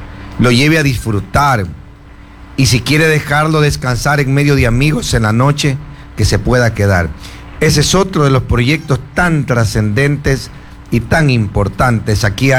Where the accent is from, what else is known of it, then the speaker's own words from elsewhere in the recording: La Avanzada parish, El Oro, Ecuador; born there; Yo cuando yo estudié en la escuela La Pereira, en la parroquia La Avanzada, en el campo, ahí no había luz, ahí era con mechero.